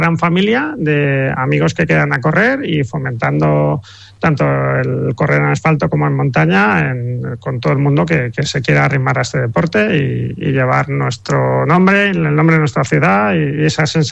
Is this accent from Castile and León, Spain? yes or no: no; Elche, Valencian Community, Spain